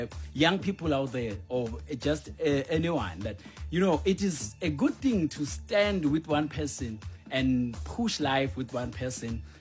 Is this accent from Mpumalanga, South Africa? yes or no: yes; Mpumalanga, South Africa; I'm from Mpumalanga